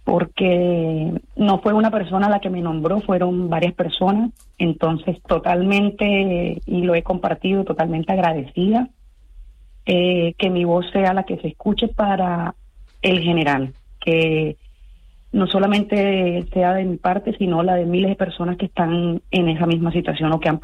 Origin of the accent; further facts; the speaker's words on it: Cartagena, Bolívar, Colombia; moved away as an adult; now in Tenerife, Spain; Sí, soy de Cartagena, Colombia.